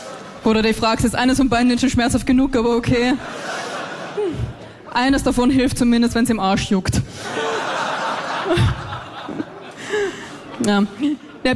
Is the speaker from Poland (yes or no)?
no; Austria; Ja, Leute, ich komme aus Österreich, manche Dinge stimmen.